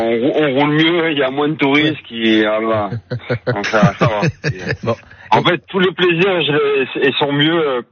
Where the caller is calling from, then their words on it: Cagnes-sur-Mer, Provence-Alpes-Côte d'Azur, France; Là, je suis à Cagnes-sur-Mer, je suis chez moi